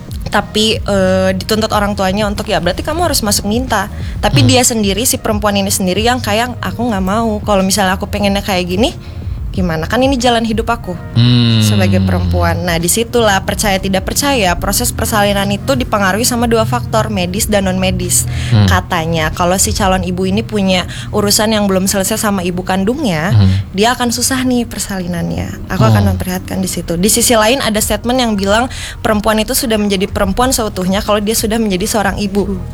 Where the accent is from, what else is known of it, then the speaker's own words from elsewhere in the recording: West Papua, Indonesia; Aku lahir besar di sana.